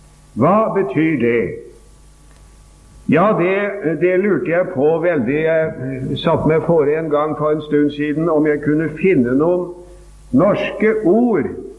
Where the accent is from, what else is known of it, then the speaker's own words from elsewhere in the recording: Sarpsborg, Østfold, Norway; Jeg er hjemme i Sarpsborg, min hjemby.